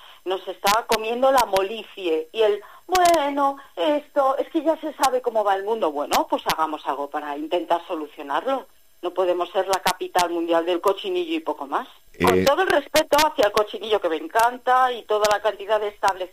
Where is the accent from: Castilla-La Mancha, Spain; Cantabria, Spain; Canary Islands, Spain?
Castilla-La Mancha, Spain; Lagartera; tenemos un concierto en Lagartera de Zarzuela, Lagartera, lo de Lagarterana, somos, venimos todos de Lagartera